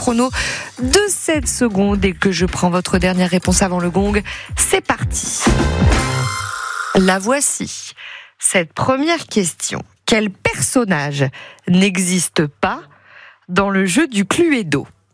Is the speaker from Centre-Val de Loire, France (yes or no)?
yes; Centre-Val de Loire, France; Bon retour chez nous en Touraine pour rejouer une nouvelle fois.